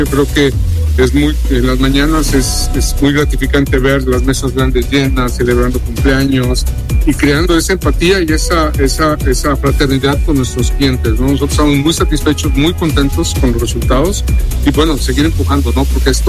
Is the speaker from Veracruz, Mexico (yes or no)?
yes; Poza Rica, Veracruz, Mexico; born there; moved away; also born or lived in Gutiérrez Zamora; Nací yo en Poza Rica, tenemos muchas amistades en Poza Rica